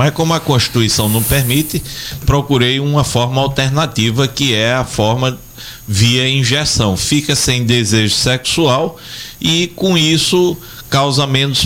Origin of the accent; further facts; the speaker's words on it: Alagoas, Brazil; eu sou alagoano com orgulho